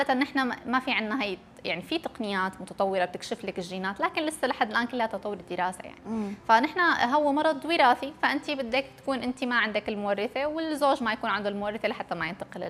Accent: Syria; حالة كانت عندنا بسوريا

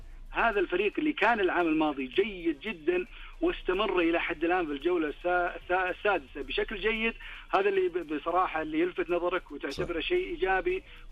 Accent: Saudi Arabia; إحنا كسعوديين

